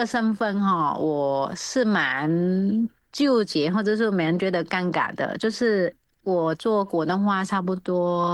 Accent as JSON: {"language": "Chinese", "country": "Vietnam", "moved": "yes", "lives_now": "Taiwan", "said": "身为是一个越南人，那去到别的国家，然后又被邀请回越南当评审，然后带团队回越南，然后又有台湾这边看中，邀请我当一个指导老师。"}